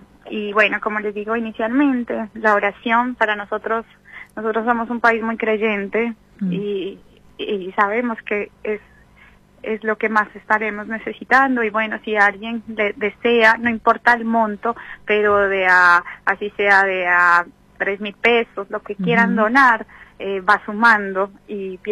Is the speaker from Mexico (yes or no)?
no; Colombia; now in Argentina; La verdad, yo amo Argentina como mi segunda patria, estoy acá hace muchísimos años, pero bueno, me afectó muchísimo porque soy colombiana también.